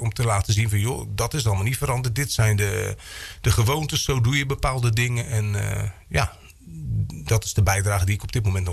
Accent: Ridderkerk, South Holland, Netherlands; also born or lived in Dordrecht; Ja, ik ben in Dordrecht geboren. Mijn ouders woonden in Ridderkerk. Hier in de Bernhard-Zweerstraat op nummer 10.

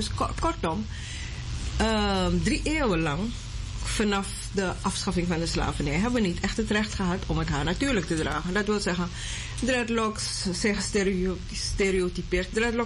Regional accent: Suriname; Maar ik kom dus uit Suriname. Echt Surinaamse ouders.

